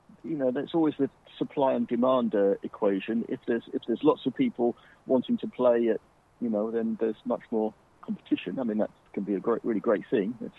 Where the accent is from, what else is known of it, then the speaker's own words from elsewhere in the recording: London, United Kingdom; I mean, I come from London, and it takes 2 hours to cross London, and it actually takes about 2 hours to cross the Netherlands.